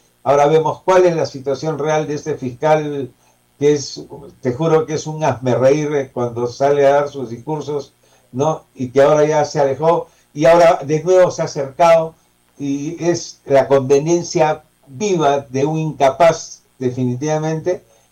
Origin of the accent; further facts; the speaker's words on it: Peru; como personas, como peruanos